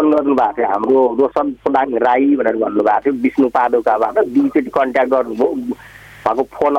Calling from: Kavre, Bagmati, Nepal; काप्रीको रुसी गाउँपालिकाबाट जीवन सहयात्री।

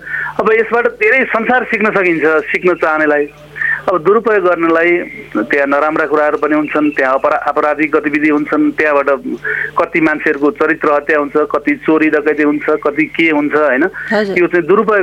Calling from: Panchkhal, Bagmati, Nepal

